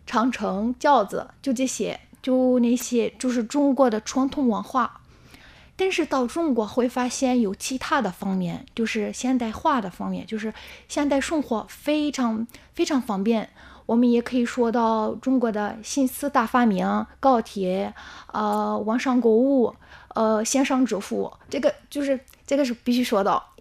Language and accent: Chinese; Tunisia; Chinese is a second language; 平时每次我说我来自突尼斯，第一个问题就是突尼斯在哪儿？